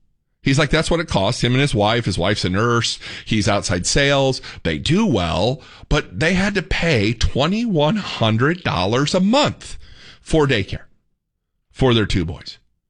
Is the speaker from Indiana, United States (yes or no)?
yes; Indiana, United States; moved away as an adult; now in Texas, United States; the wife and I moved down here to Texas from Indiana. Y'all know I'm a Yankee, proud Hoosier.